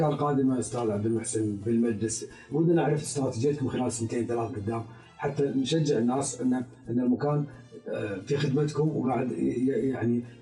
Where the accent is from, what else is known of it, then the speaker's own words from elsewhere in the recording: Kuwait; إحنا ككويتيين